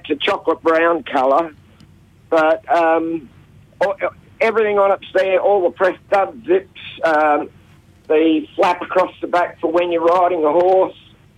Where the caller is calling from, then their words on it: Murray Bridge, South Australia, Australia; Murray Bridge.